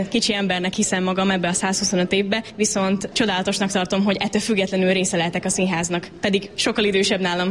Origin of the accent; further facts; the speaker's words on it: Oradea, Bihor, Romania; first language Hungarian; az, hogy mi magyar emberek vagyunk, az, hogy ide tartozunk, úgy, hogy nem mindenhol beszélhetjük az anyanyelvünket